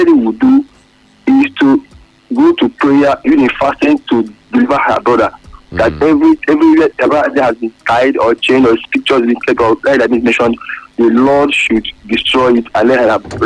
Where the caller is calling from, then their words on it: Malaysia; I'm calling from Malaysia.